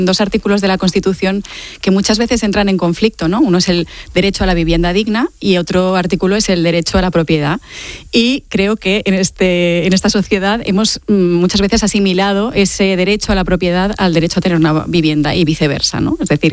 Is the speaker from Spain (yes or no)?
yes; Balearic Islands, Spain; moved away as an adult; now in Barcelona, Spain; Yo soy mallorquina, llegué a Barcelona para estudiar la carrera